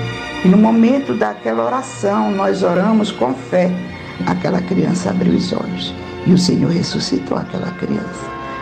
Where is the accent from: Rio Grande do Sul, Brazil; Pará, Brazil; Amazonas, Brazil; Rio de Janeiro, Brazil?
Pará, Brazil; born there; now in Imperatriz, Brazil; Nasci no Pará e foi lá que eu conheci o Senhor Jesus na Igreja Deus e Amor.